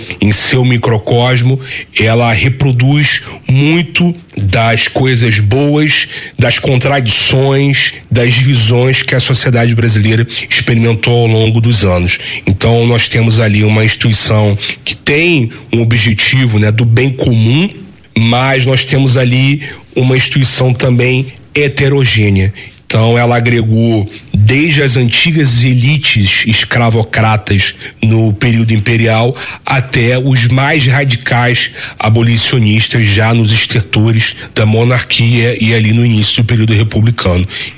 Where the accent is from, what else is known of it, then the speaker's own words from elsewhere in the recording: Rio de Janeiro, Brazil; also born or lived in Petrópolis; Todo carioca, ele passa por isso. Eu já saí do Rio de Janeiro, morei em Petrópolis durante 2 anos.